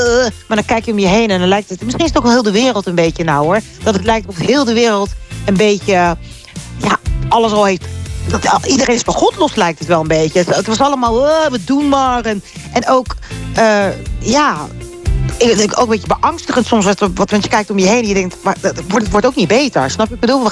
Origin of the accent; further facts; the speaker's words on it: Netherlands; moved away as an adult; also born or lived in England; now in Curaçao; Ik ben geboren in Nederland. Ik ben op de school geweest in Nederland.